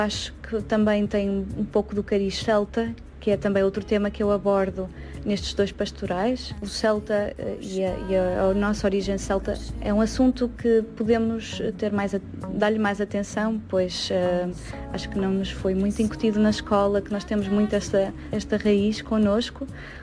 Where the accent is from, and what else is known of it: Portugal